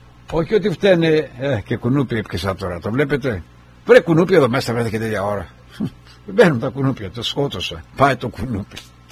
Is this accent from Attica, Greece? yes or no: no; Argostoli, Ionian Islands, Greece; εγώ είμαι κεφαλονίτης, γέννημα θρέμα αργοστολιώτης.